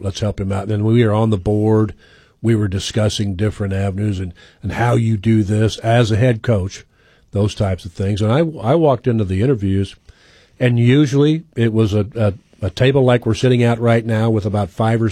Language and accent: English; Jacksonville, Florida, United States; Because I grew up in Jacksonville.